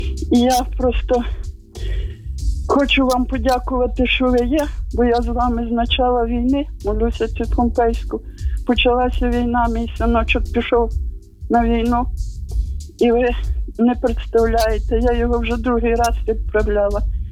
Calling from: Zhytomyr Oblast, Ukraine; Дзвоню я перший раз до вас з Житомирщини.

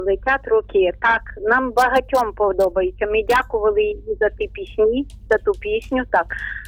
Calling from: Ternopil Oblast, Ukraine; Воістину Воскрес, ми з України. Вас вітає Тернопільщина

